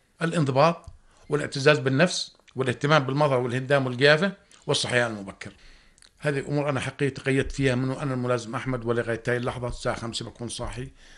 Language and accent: Arabic; Jordan; احنا الأردنيين